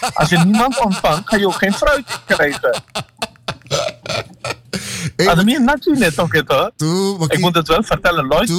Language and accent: Dutch; Suriname; Nee, maar luister, ik ben in Suriname opgegroeid.